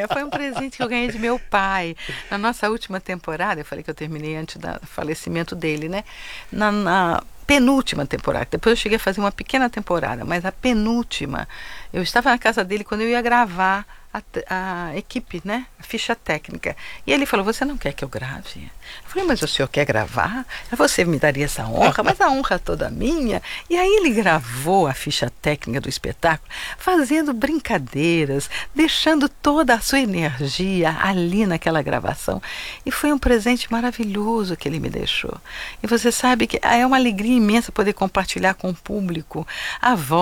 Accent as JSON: {"language": "Portuguese", "region": "São Paulo", "country": "Brazil", "tie": "born or raised there", "also_born_or_lived": "Rio de Janeiro / Curitiba", "moved": "as an adult", "said": "fui pequenininha para Curitiba, fiquei até 4 anos lá e vim para São Paulo. Então, eu fiquei dos 5 aos 18 anos aqui em São Paulo."}